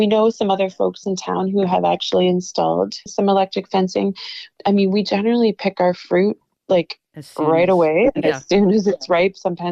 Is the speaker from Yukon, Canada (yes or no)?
yes; Yukon, Canada; now in Skagway, United States; I'm originally from Yukon